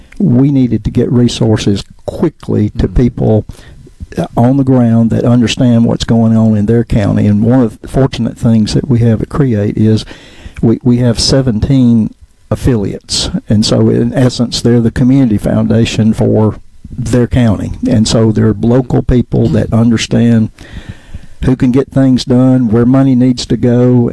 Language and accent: English; Amory, Mississippi, United States; It's the disaster relief response, and of course, I grew up in Amory